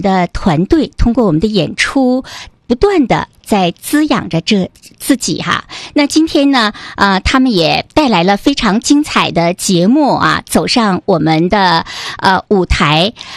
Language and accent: Chinese; Changchun, Jilin, China; born there; 作为长春人，我觉得生在这块土地上，我们会感觉非常的幸福